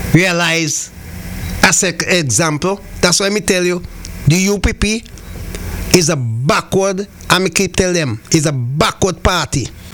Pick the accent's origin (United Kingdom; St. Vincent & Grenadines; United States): St. Vincent & Grenadines; moved away; my hometown in St. Vincent and the Grenadines.